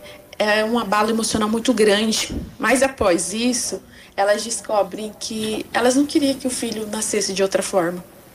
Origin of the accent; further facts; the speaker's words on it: Bela Vista, Mato Grosso do Sul, Brazil; moved away as an adult; now in Ponta Porã, Brazil; E eu vim de Bela Vista, filha do Augusto, né?